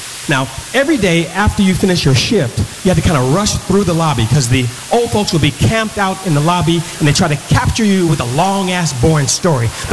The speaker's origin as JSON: {"language": "English", "town": "Oakland", "region": "California", "country": "United States", "tie": "born or raised there", "said": "I grew up on East 14th in Oakland, California."}